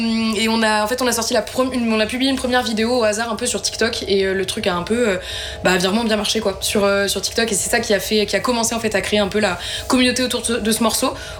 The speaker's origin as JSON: {"language": "French", "town": "Clermont-Ferrand", "region": "Auvergne-Rhône-Alpes", "country": "France", "said": "Clermont-Ferrand. Dans le Puy-de-Dôme."}